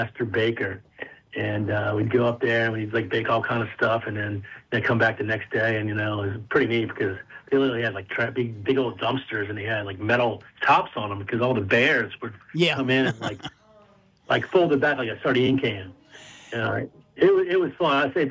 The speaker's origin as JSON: {"language": "English", "town": "Metairie", "region": "Louisiana", "country": "United States", "tie": "born or raised there", "said": "I'm born and raised in Metairie, Louisiana."}